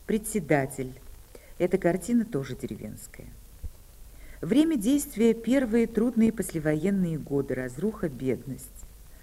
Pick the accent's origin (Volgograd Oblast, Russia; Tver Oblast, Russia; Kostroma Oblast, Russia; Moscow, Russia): Volgograd Oblast, Russia; Volgograd; этого года отмечалась одна из самых больших военных дат – 40-летие победы под Сталинградом. Это мой родной город, там мои корни, там я жила, училась.